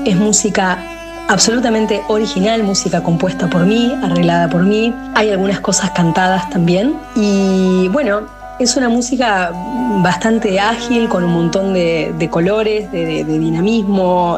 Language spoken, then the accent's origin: Spanish; Buenos Aires, Argentina; soy pianista, compositora de Buenos Aires